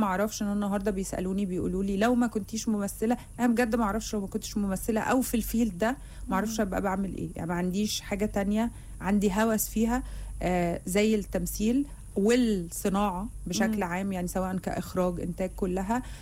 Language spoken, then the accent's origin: Arabic; Jordan; عندنا في الاردن ردح مالوش هو الردح مميز